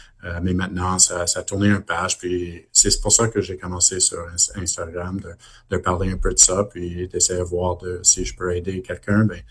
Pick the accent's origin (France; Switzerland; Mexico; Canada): Canada; Montreal, Quebec; moved away as an adult; now in Ottawa, Canada; Même si j'ai grandi à Montréal, moi, c'est sûr que je suis un fan de Montréal